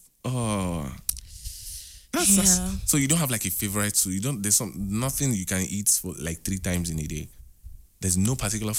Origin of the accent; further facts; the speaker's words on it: Lagos, Nigeria; moved away as an adult; now in Port Harcourt, Nigeria; Oh, I grew up in Lagos. So I schooled at Lagos State Polytechnic.